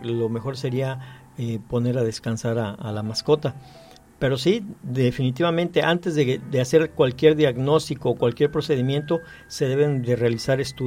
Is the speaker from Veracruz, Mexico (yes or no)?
yes; Poza Rica, Veracruz, Mexico; yo también soy de la Chapultepec desde nacimiento.